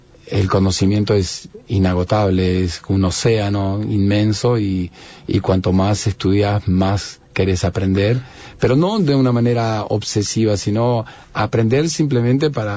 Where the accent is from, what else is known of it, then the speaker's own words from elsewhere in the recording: Apóstoles, Misiones, Argentina; yo nací en Apóstoles Misiones y gran parte del año hace calor